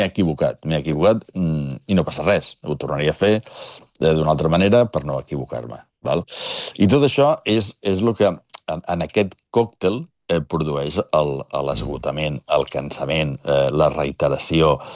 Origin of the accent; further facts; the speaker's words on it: Barcelona, Catalonia, Spain; jo soc barceloní